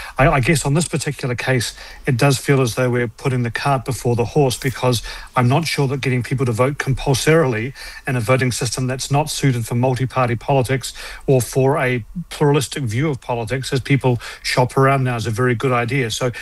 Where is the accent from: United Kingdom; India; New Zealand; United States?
New Zealand; I know that as a Kiwi.